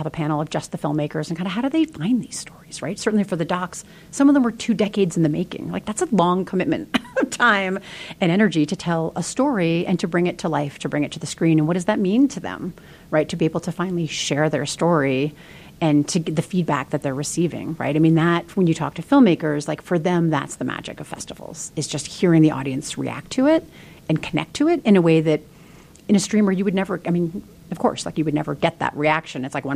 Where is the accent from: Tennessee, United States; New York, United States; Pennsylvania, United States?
New York, United States; moved away; I'm a New Yorker